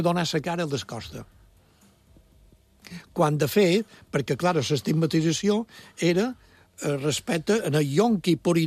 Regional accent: Vilafranca, Balearic Islands, Spain; Jo som de Vilafranca i vaig anar...

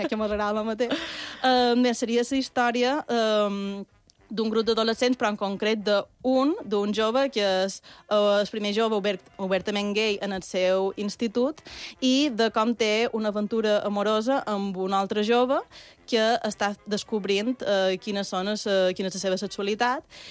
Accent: Marratxí, Balearic Islands, Spain; i jo sóc de Marratxística enamorada.

